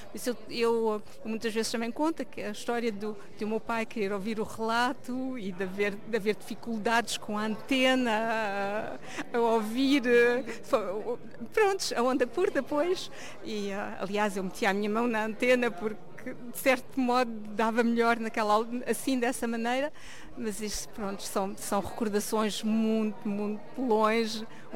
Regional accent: Luxembourg; also born or lived in Portugal; É um orgulho enquanto migrante portuguesa, mas também como portuguesa simplesmente.

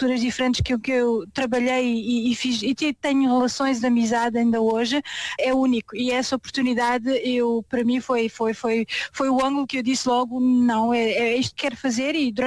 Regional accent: Portugal; moved away; a partir do momento que eu saí de Portugal, para mim foi evidente que não voltava. Não voltava, não por uma questão de não, a minha família está toda em Portugal

